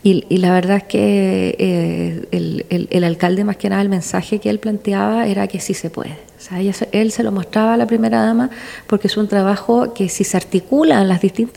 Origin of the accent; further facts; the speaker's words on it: Quillota, Valparaíso, Chile; soy sobrina nieta de la Sor Teresita de los Andes, para que no se olvide de nosotros de Quillota